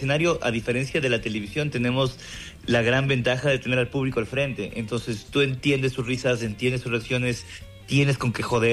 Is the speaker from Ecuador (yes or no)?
yes; Ecuador; pero somos ecuatorianos